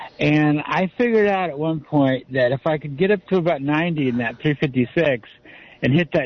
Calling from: Santa Cruz, California, United States; Hey, kids … in Santa Cruz

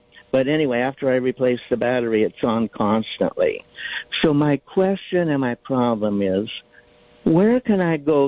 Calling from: Las Lomas, California, United States

